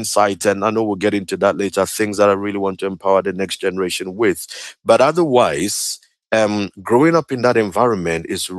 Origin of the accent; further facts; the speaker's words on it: Kumasi, Ashanti, Ghana; born there; I was born in Ghana, in a beautiful city called Kumasi. That's sort of the second capital of Ghana, for any of your listeners who may know, a nice West African country. And I was born in a Christian home.